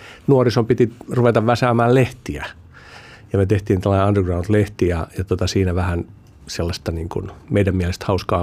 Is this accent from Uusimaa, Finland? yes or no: yes; Helsinki, Uusimaa, Finland; Mehän asuttiin, siis mä oon helsinkiläinen, ei siinä tapahtunut mitään muutosta oikeastaan.